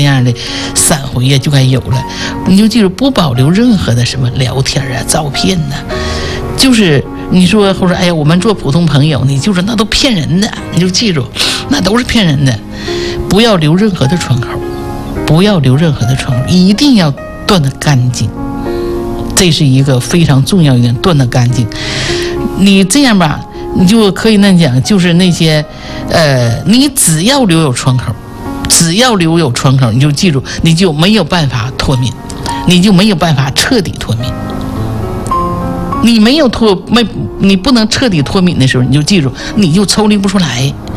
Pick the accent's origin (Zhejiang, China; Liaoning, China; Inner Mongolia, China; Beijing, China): Liaoning, China; Jinzhou; accent: Northeastern dialect; 我们东北人叫割了半儿哈，锦州人哈